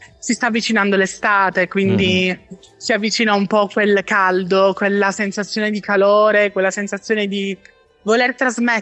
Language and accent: Italian; Catania, Sicily, Italy; now in Milan, Italy; Io provengo da Catania ed mm-hmm. è una città molto, molto viva, mm-hmm. ma è viva, è un vivere diverso rispetto a Milano.